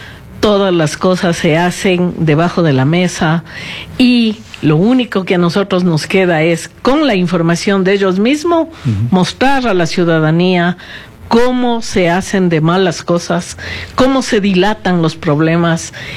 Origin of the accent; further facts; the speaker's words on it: Quito, Pichincha, Ecuador; como quiteña que yo soy de 71 años, tengo dolor por mi ciudad